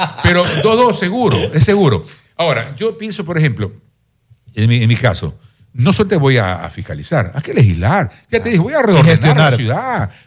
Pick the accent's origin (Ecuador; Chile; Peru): Ecuador; Quevedo, Los Ríos; born there; Yo soy sancamileño. Yo nací en el mango en San Camilo.